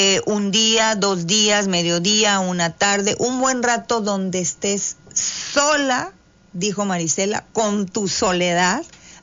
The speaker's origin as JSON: {"language": "Spanish", "region": "Tamaulipas", "country": "Mexico", "said": "siguiendo este en vivo desde Ciudad Victoria, Tamaulipas, capital, Ciudad Victoria de nuestro estado Tamaulipas"}